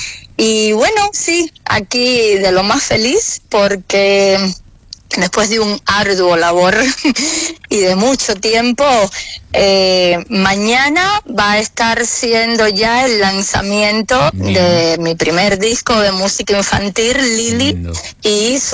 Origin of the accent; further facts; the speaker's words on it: Cuba; born there; Yo nací en Cuba y bueno, egresé de mis estudios en el ISA de piano